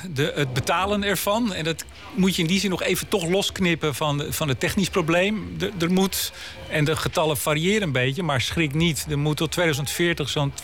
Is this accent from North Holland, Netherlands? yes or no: yes; Amsterdam, North Holland, Netherlands; ik kom uit Amsterdam